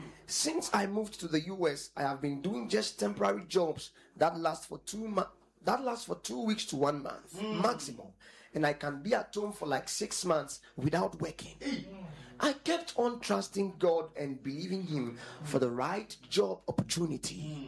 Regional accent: Bolgatanga, Upper East, Ghana; Pastor Elvis, please, there is no branch of Grace Mountain Ministry at my hometown at Upper East Bolgatanga.

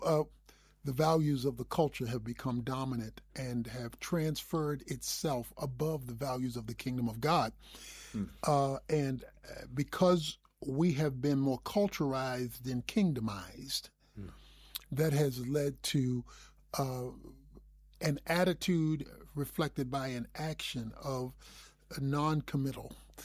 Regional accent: Dallas, Texas, United States; You know, I'm from Dallas, you know, which means that you're a Cowboy fan.

